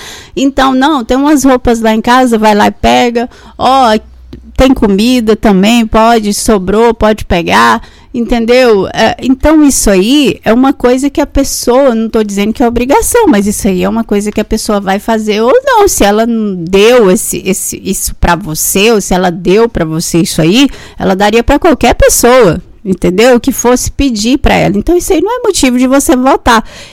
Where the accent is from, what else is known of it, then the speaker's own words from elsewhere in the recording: Brazil; nós somos brasileiros